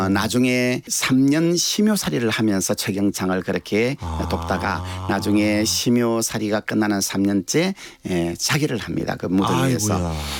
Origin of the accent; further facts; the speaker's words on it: Uiryeong, South Gyeongsang, South Korea; moved away; 제 고향에서 매년 이렇게 개최되고 있는